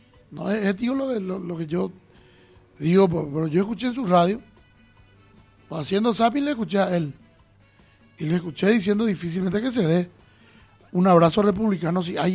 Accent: Paraguay; mi derecho como paraguayo.

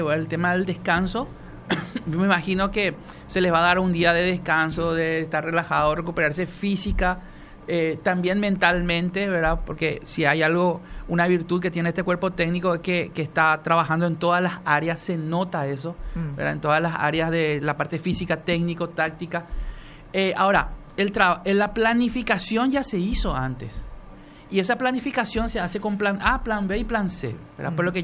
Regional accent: Paraguay

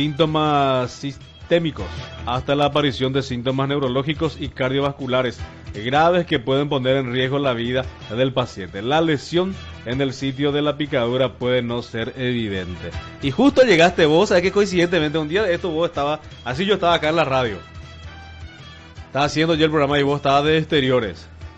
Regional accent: Pedro Juan Caballero, Amambay, Paraguay; Nosotros le decimos acá en la frontera el verde

